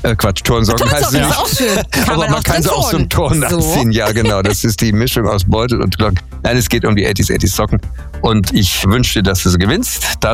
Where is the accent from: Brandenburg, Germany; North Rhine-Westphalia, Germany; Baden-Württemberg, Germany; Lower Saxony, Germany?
North Rhine-Westphalia, Germany; Dortmund; born there; Ja, natürlich, ich bin in Dortmund geboren, da weiß ich auch, wo Oberhausen ist.